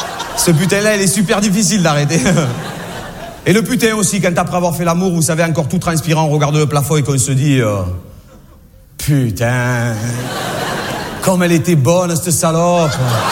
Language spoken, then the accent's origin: French; Marseille, Provence-Alpes-Côte d'Azur, France; born there; accent: Marseille; Non, en vérité, je suis né à Marseille, j'ai un accent, et puis voilà, c'est tout.